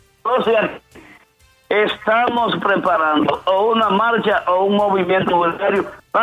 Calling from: San Víctor, Espaillat, Dominican Republic

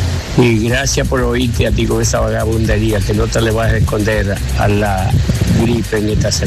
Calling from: Pantoja, Santo Domingo, Dominican Republic; de Pantoja.

